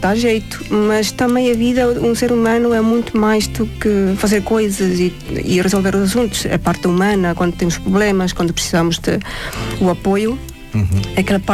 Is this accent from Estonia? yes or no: yes; Estonia; Portuguese is a second language; now in Portugal